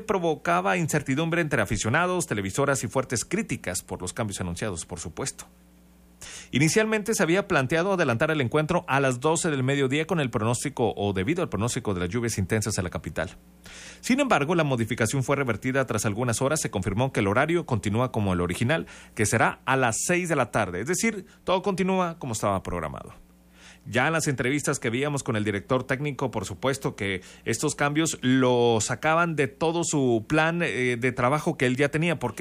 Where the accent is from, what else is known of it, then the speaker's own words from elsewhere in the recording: Mexico; lo que nos importa más a nosotros como sede, como mexicanos